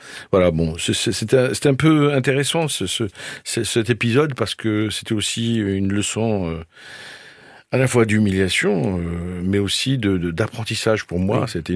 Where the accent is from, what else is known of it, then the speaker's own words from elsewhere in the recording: Kabylie, Algeria; Mais vous êtes d'où, d'Algérie? Alors, je lui dis de Kabylie.